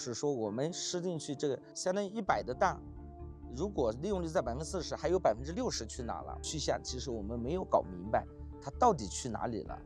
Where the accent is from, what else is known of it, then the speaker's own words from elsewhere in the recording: Lincang, Yunnan, China; now in Dali, China; 我老家是我们云南省临沧市的